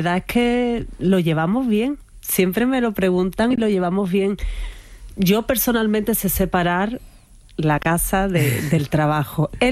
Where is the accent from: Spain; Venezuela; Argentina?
Spain; Jerez de la Frontera, Andalusia; Soy de Jerez, ¿no? Como del compás, ¿no? De los aleos, de, ¿no?